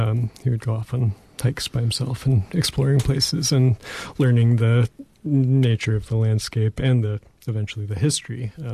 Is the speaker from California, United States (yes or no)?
yes; Point Reyes Station, California, United States; born there; also born or lived in Olema / Inverness, California; I was born in Point Reyes Station, and then lived in Olema, and then Point Reyes again. And then it wasn't until I was 10 years old that I moved to Inverness.